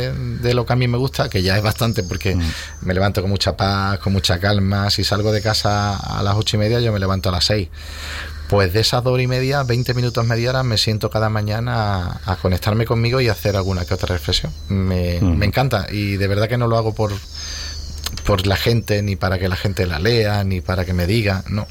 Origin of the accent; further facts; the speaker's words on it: Almería, Andalusia, Spain; Para mí no hay tierra, no, mi tierra es el mundo, ¿no? Y no considero que Almería sea más tuya por llamarte Eva o mía por … que de Mustafa o de Fátima